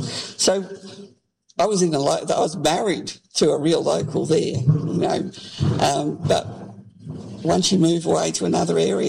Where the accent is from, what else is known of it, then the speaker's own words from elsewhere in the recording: Melbourne, Victoria, Australia; moved away as an adult; now in Surat, Australia; I'm not a country person originally, born and bred in St Kilda.